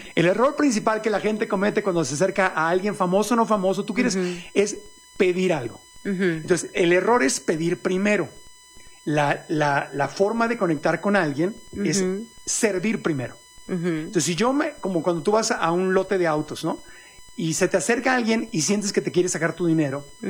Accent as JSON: {"language": "Spanish", "town": "Ciudad Obregón", "region": "Sonora", "country": "Mexico", "tie": "born or raised there", "moved": "yes", "said": "realidad compartida, yo crecí en Sonora, en Obregón"}